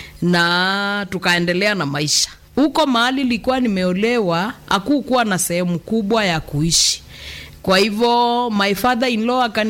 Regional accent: Mwala, Machakos County, Kenya; born there; nimezaliwa sehemu za Mwala karibu na Kabaa High School hapo mahali kunaitwa Mumbuni wa Mondo.

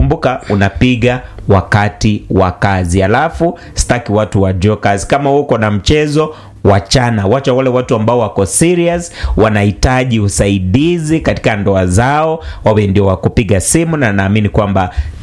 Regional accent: Kitui, Kitui County, Kenya; natokea kule Kitui.

